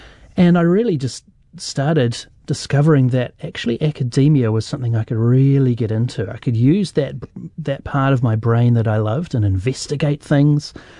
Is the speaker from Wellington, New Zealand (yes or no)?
yes; Wellington, New Zealand; I grew up in Kilburn and Karori, and until the year 2001, I'd never even been to America other than on holiday.